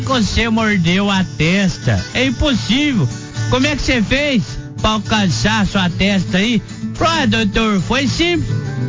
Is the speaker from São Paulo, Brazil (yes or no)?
yes; Paraibuna, São Paulo, Brazil; Paraibuna, interior de São Paulo, é a minha terra natal, sou nascido em Paraibuna